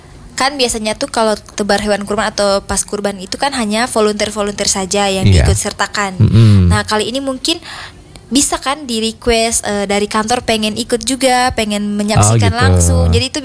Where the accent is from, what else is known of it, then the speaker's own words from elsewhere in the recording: Kupang, East Nusa Tenggara, Indonesia; Tidak, saya orang Kupang sini.